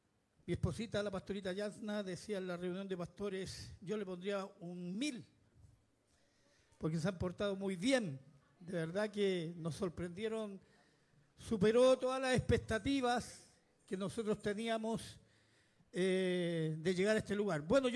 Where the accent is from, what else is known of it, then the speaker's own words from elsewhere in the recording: Chile; Nosotros venimos de Chile